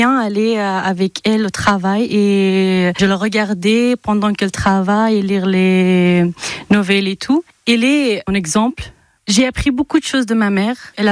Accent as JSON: {"language": "French", "country": "Afghanistan", "moved": "as an adult", "lives_now": "Limoges, France", "said": "j'ai 21 ans, je suis afghane, je suis en France depuis 2022 et actuellement je suis étudiante à l'université de Limoges et je fais une licence anglais."}